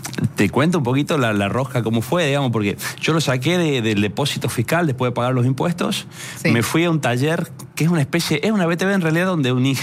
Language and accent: Spanish; Argentina; born there; En mi provincia ando con buenos vehículos desde que soy chico, uh-huh, vengo de una familia de mucho laburo, de muchos años, 4 generaciones de laburo